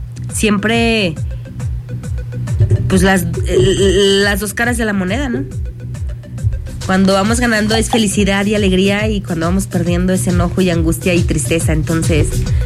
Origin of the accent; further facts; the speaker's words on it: Argentina; Sí, sí, soy argentina